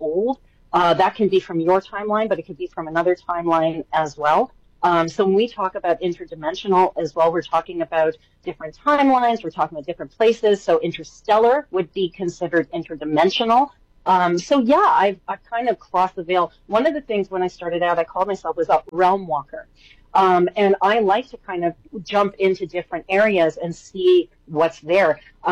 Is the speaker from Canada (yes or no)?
yes; Canada; I'm Canadian, Cornelius. I'll still say that.